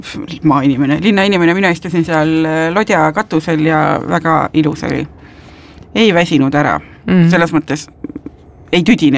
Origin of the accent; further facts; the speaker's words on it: Tartu, Tartu County, Estonia; mina kui tartlane, mina sellistel atraktsioonidel pole osalenud, kodulinnas keegi ei käi turisti mängimas enamasti.